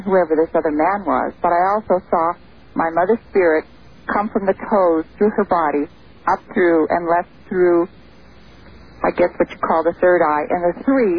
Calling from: Truckee, California, United States; I'm calling from Truckee, California.

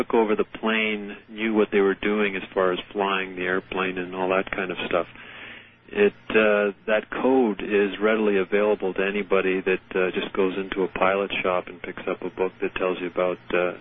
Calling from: Temagami, Ontario, Canada; I'm calling from Temagami, Ontario, Canada.

